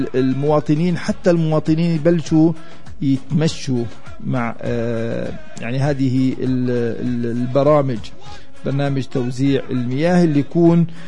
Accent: Palestine; عندنا في فلسطين

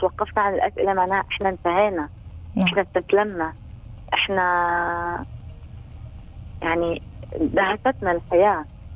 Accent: Palestine; يعني زهقنا كفلسطينيين

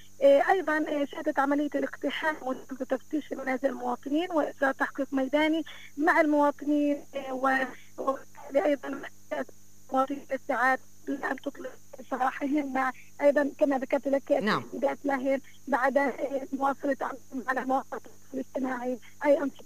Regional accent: Kafr ad-Dik, Salfit Governorate, Palestine; لبلدتي بلدة كفر الديك غرب مدينة سلفيت،

